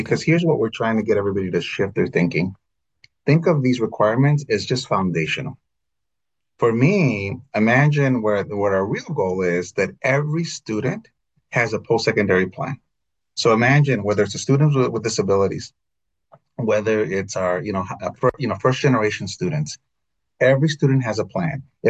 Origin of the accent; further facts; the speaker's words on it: Illinois, United States; also born or lived in Texas / Nevada; In our state, I was in Texas, I was in Nevada, I was in my home state of Illinois.